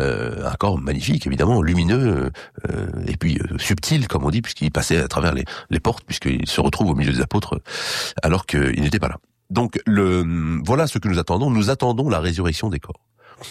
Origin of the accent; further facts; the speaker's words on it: Erquy, Brittany, France; chez nous en Bretagne, à Erquy.